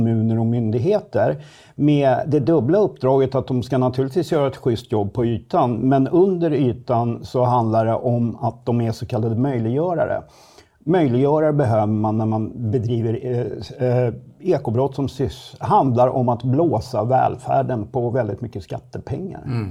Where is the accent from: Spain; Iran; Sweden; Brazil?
Sweden; Södertälje, Stockholm County; jag bor själv, jag kommer från Södertälje och bor där återigen. Och det är en kommun som har varit uppmärksammad för politisk infiltration i stadshuset